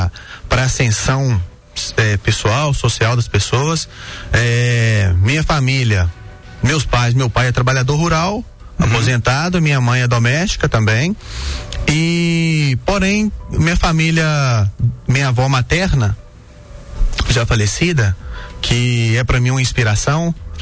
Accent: Vargem Alegre, Minas Gerais, Brazil; now in Vale do Aço, Brazil; Também sou de Vargem Alegre, né? Me criei por lá, meus pais moram lá ainda. Fiquei lá até os 18 anos, onde me mudei aqui pro Vale do Aço.

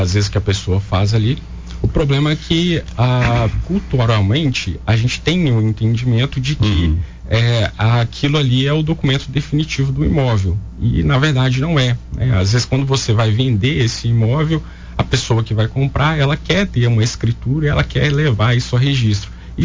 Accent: Minas Gerais, Brazil; now in Coronel Fabriciano, Brazil; Sou do Vale do Aço, mas em Fabriciano mesmo há 7 anos.

